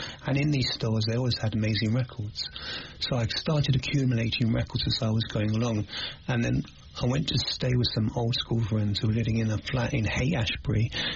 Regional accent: London, United Kingdom; had my musical education growing up in London

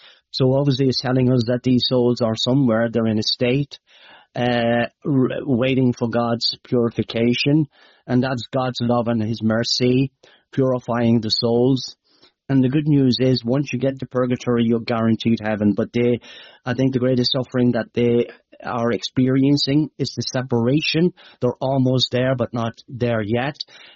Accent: Leinster, Ireland

